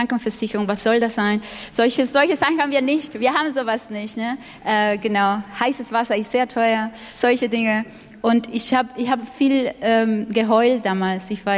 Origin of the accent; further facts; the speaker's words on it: Cuba; now in Germany; Ich liebe dieses Land sehr, mit Herz und Seele. Aber trotzdem, ich komme aus Kuba, ihr müsst euch vorstellen, was mir hier fehlt. Die Sonne am meisten und das Meer. Ich komme aus einer Insel, ne?